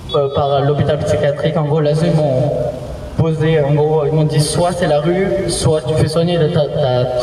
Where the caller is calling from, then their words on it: Marseille, Provence-Alpes-Côte d'Azur, France; Je suis de Marseille